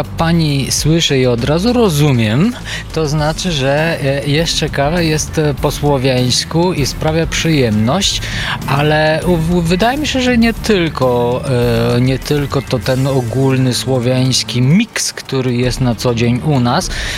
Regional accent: Bulgaria; Polish is a second language; moved away as an adult; now in Lublin, Poland

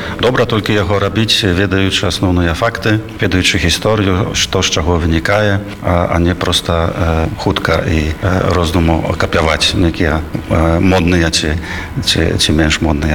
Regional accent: Warsaw, Masovian Voivodeship, Poland; born there; Belarusian is a second language; Я сябе адчуваю беларусам. Я нарадзіўся ў Варшаве, але вельмі шмат часу правёў з беларусамі.

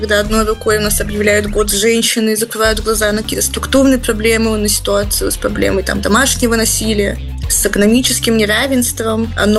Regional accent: Belarus; moved away; как белорусы и белорусские, и в эмиграции

